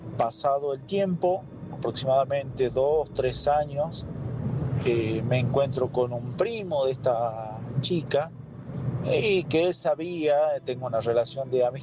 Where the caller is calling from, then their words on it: Salta, Argentina; Vivo en lo que es la provincia de Salta, en el interior